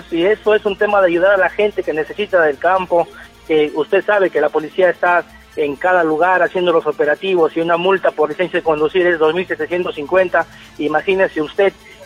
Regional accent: Pucará, Cajamarca, Peru; Yo acepto que soy de Pucará

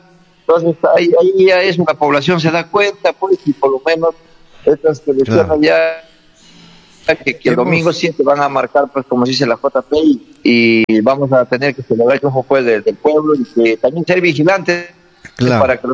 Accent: Peru; tenemos que desgraciadamente nosotros como peruanos tomarse esa batuta

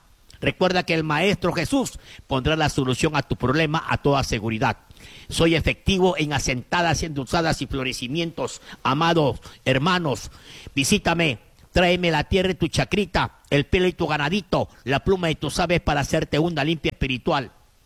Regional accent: Huancabamba, Piura, Peru; Porque yo tengo que mostrarle como buen serrano huancabambino, como buen peruano, mostrarle mis documentos.

